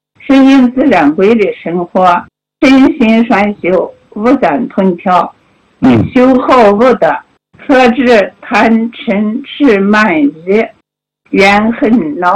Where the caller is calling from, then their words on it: Xinjiang, China; 我来自新疆巴州